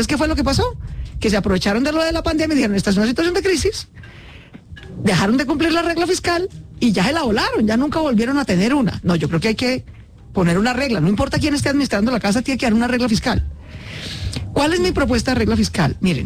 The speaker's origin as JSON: {"language": "Spanish", "country": "Colombia", "said": "pues como somos colombianos, ¿cierto?"}